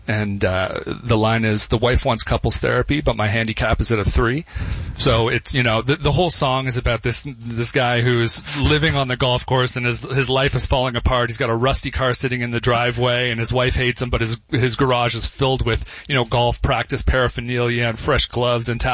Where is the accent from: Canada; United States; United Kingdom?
Canada; Ottawa, Ontario; We're from Ottawa, so I'm from Ottawa.